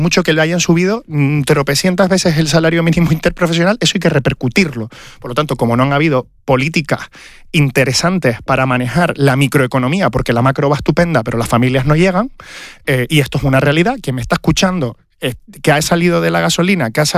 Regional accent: Canary Islands, Spain; soy canario y soy de Canarias

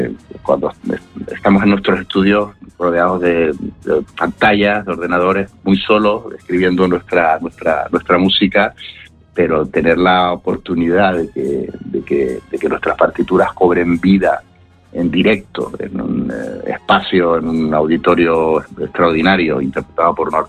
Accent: Tenerife, Canary Islands, Spain; en mi tierra, en Canarias, en Tenerife?

